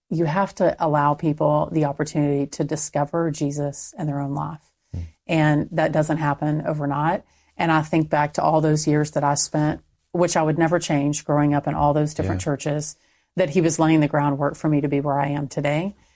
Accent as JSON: {"language": "English", "region": "Texas", "country": "United States", "tie": "born or raised there"}